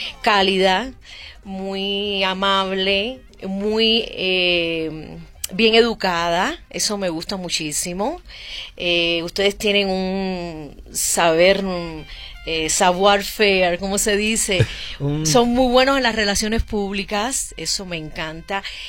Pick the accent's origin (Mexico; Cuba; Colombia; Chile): Cuba; Havana; now in Los Angeles, United States; nací y me crié en La Habana, Cuba. Vengo de una, wow, familia musical.